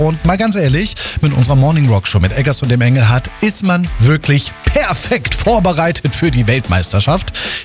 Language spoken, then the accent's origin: German; Thuringia, Germany; Gut, ich komme aus Thüringen, hat das jetzt was mit Bier zu tun? Ja, wir haben auch gutes Bier.